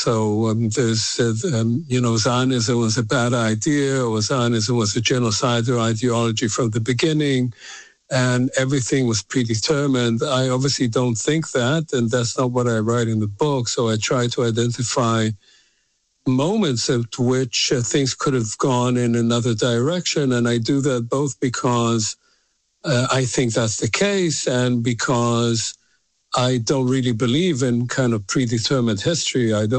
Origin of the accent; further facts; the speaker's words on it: Tel Aviv, Tel Aviv District, Israel; moved away as an adult; also born or lived in Oxford, United Kingdom; now in United States; I was born in Israel in the mid-1950s. I was born in a kibbutz. I was raised in Tel Aviv. I, you know, went to school in Israel.